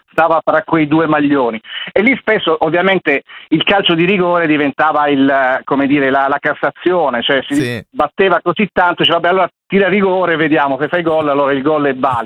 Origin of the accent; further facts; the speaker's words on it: Bari, Apulia, Italy; Io sono nato a Bari, in una zona, diciamo, di confine fra una zona popolare e una zona, diciamo, da media borghesia.